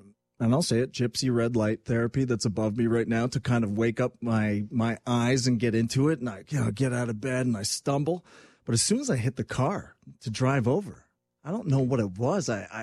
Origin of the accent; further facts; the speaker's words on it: Quebec, Canada; But to bring it back to how much growing up in Quebec meant to me, we were spoiled with sports stars.